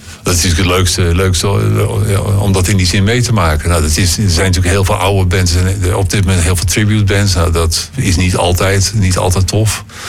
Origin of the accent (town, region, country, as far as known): Zwijndrecht, South Holland, Netherlands; born or raised there